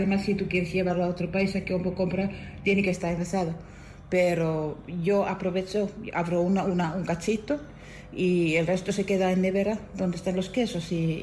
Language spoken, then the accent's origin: Spanish; Helsinki, Uusimaa, Finland; Spanish is a second language; now in Tunte, Spain; Casi, casi. Casi, casi, se confunde. Yo soy de Finlandia.